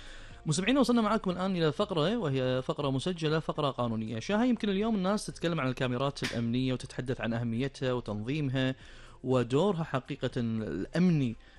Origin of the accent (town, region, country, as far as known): Kuwait